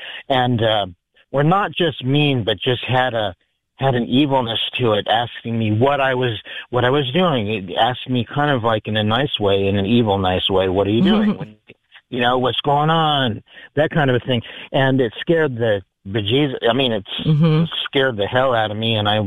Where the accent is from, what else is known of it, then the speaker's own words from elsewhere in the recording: Chesapeake, Virginia, United States; now in San Diego, United States; I grew up in a place called Chesapeake, Virginia. More specifically, Great Bridge, Virginia.